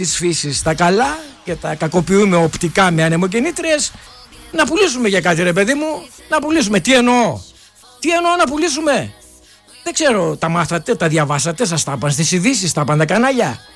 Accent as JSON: {"language": "Greek", "country": "Greece", "said": "ως Έλληνες"}